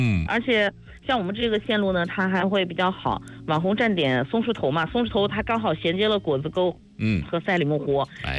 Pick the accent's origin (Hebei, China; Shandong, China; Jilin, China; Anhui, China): Hebei, China; 包括咱们河北这边也是